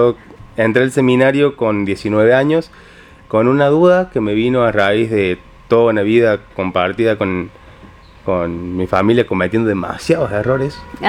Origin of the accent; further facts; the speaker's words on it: Córdoba, Argentina; now in Alta Gracia, Argentina; Yo soy de Córdoba Capital.